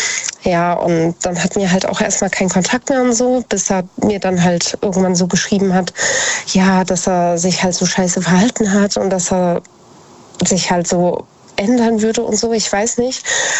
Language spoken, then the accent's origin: German; Idstein, Hesse, Germany; born or raised there